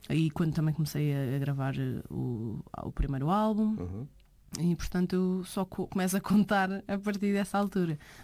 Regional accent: Cascais, Lisbon, Portugal; Não, nasci em Lisboa, mas temos vivido sempre em Cascais.

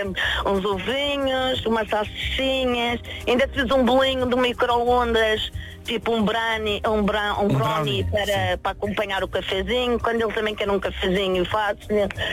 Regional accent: Porto Santo, Madeira, Portugal; Eu sou da Ilha do Porto Santo, ele é de Óbidos.

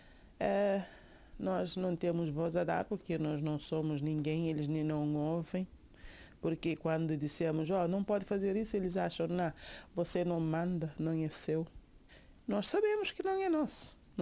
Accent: Cape Verde; now in Portugal; Retorno a Cabo Verde, não sei. É uma possibilidade.

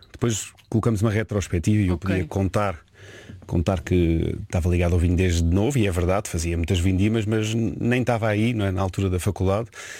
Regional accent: Lisbon, Portugal; born there; por isso nasci em Lisboa, mas com essa ideia e muito provavelmente ia parar aos Açores, por isso pensei em Biologia Marinha.

